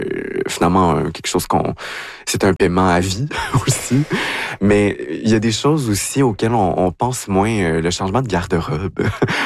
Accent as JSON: {"language": "French", "region": "Quebec", "country": "Canada", "moved": "yes", "said": "En fait, quand j'ai quitté l'Abitibi, j'ai étudié en technique juridique."}